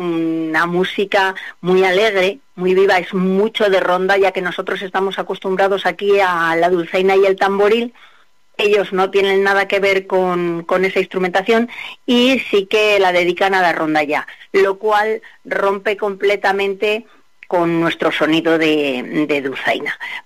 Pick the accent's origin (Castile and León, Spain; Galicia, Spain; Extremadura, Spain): Castile and León, Spain; Cuéllar